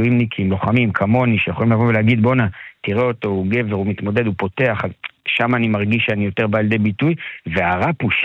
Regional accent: Jerusalem, Jerusalem District, Israel; now in Tel Aviv, Israel; קודם כל במקור אני ירושלמי

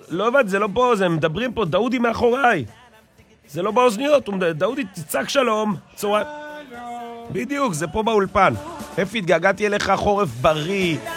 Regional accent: Vienna, Austria; לא, באמת אני אזרח אוסטרי. וינאי.

